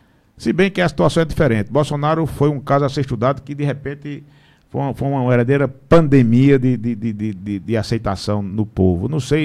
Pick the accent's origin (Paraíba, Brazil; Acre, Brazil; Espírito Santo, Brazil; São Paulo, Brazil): Paraíba, Brazil